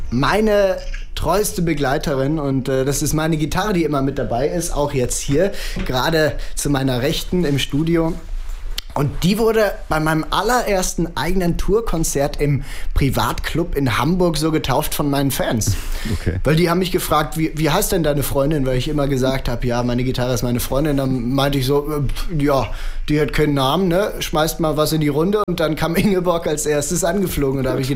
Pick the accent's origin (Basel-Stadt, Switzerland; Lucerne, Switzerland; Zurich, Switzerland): Basel-Stadt, Switzerland; Basel; also born or lived in Husum, Germany; Ich bin selber gebürtig aus Basel, aus der Schweiz. Aber meine Großeltern, die sind von der schönen Nordseeküste bei Husum.